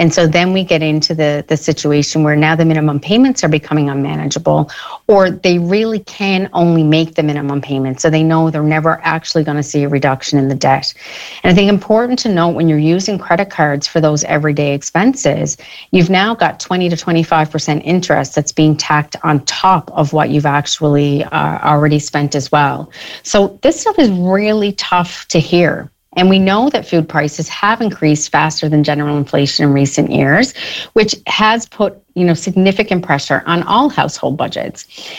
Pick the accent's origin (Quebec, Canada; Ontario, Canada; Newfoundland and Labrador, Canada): Newfoundland and Labrador, Canada; So as every Newfoundlander and Labradorian knows, we often find ourselves paying even more than other parts of the country.